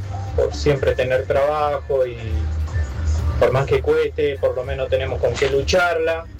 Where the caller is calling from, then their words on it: González Catán, Buenos Aires Province, Argentina; soy de González Catán.